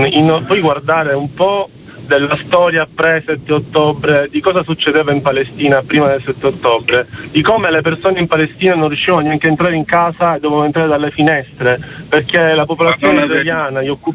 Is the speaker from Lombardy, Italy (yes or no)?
yes; Monza, Lombardy, Italy; accent: Sicilian; Anch'io sono di Monza, anche se non ho quell'accento lì, però sì, sto...